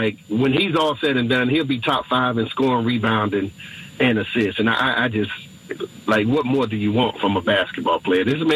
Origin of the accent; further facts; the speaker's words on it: Boston, Massachusetts, United States; now in North Carolina, United States; as a Bostonian that became a North Carolinian, when I moved down here, I was infatuated with Michael Jordan